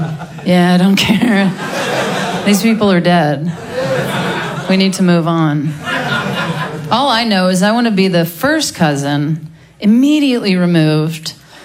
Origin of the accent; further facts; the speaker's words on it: Mississippi, United States; I'm originally from Mississippi.